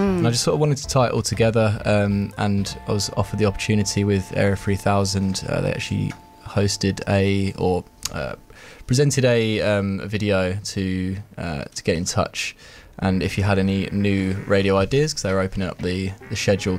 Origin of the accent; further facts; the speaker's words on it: Northampton, East Midlands, United Kingdom; From Northampton, the fine Northampton in England. So it's about an hour north of London.